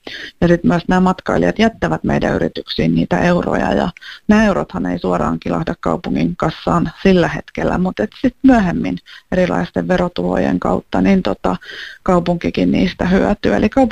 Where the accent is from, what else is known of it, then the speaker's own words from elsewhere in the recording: Lahti, Päijät-Häme, Finland; Onhan se upeeta lahtelaisena